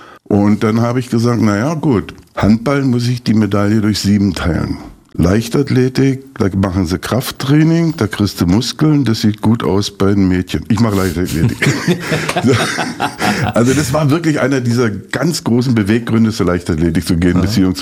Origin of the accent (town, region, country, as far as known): Eisenhüttenstadt, Brandenburg, Germany; born or raised there